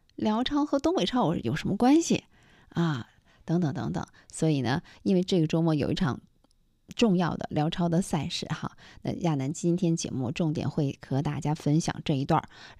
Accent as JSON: {"language": "Chinese", "town": "Dalian", "region": "Liaoning", "country": "China", "said": "那是我们大连人吃飞蟹的最好的时间。"}